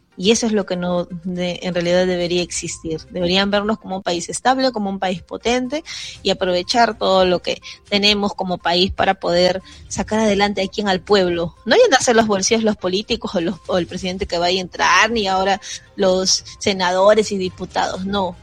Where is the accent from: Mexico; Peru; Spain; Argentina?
Peru; hay que ser realistas como peruanos.